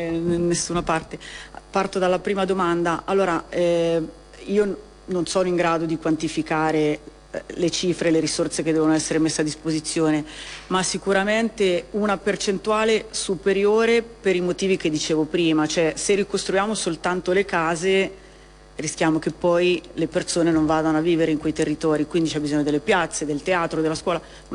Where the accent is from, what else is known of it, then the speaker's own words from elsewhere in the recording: Marche, Italy; io vengo comunque da un territorio che in parte ha vissuto il sisma, perché comunque sono marchigiana, quindi l'ho vissuto anche in prima persona.